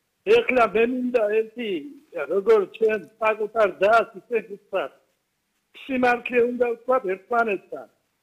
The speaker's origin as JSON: {"language": "Georgian", "region": "Abkhazia", "country": "Georgia", "tie": "born or raised there", "moved": "as an adult", "said": "მე აფხაზეთში გავიზარდე. იქ ვისწავლე, იქ ავიდი ფეხი და ეხლა უკვე პატარა არა ვარ. 70 წელს ვარ"}